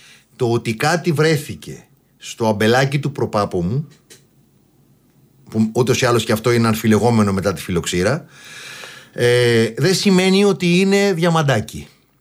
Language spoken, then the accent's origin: Greek; Greece; σαν Έλληνες ηνοποιοί